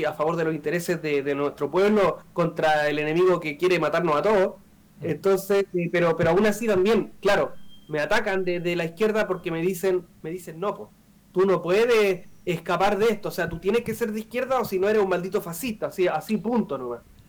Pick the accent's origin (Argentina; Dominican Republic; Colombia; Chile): Chile